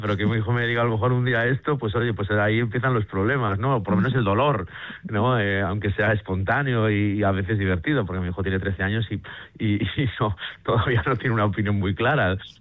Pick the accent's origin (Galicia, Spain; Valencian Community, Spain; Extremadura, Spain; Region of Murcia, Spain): Galicia, Spain; yo soy gallego